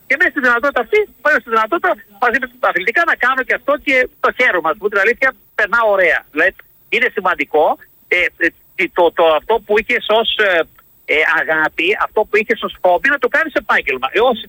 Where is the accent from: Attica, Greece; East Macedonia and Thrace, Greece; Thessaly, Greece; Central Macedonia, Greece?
Central Macedonia, Greece; Serres; έχω και μια, να σου πω την αλήθεια, έτσι, μεγάλη αγάπη για τον τόπο μου. Δηλαδή είμαι παθιασμένος Σεραίος, μου αρέσει πάρα πολύ ο όνομος Σερών.